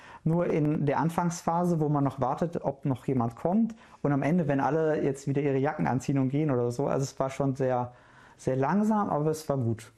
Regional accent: Duisburg, North Rhine-Westphalia, Germany; also born or lived in Essen; Die Blitzvariante wäre, ich bin in Essen geboren, in Duisburg aufgewachsen, habe in Mülheim Zivildienst gemacht.

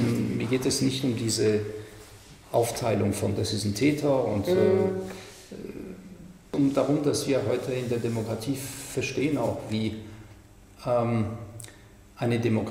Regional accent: Munich, Bavaria, Germany; In München, wo ich herkomme, da waren sie sehr aktiv natürlich.

